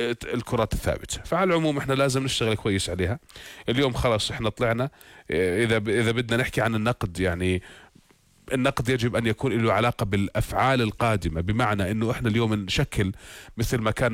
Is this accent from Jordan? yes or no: yes; Jordan; إحنا كأردنيين